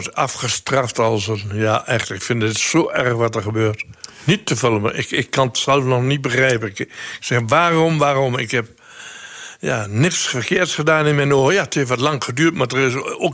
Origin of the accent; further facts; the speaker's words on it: Slagharen, Overijssel, Netherlands; Ik kom origineel uit Slagharen.